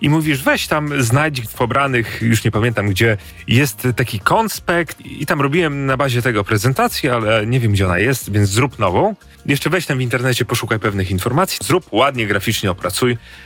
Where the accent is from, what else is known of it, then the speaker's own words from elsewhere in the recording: Białystok, Podlaskie Voivodeship, Poland; also born or lived in Greece; No bo tu się wychowałem. To znaczy w Grecji się urodziłem, ale w wieku 6 lat na stałe tutaj przylecieliśmy.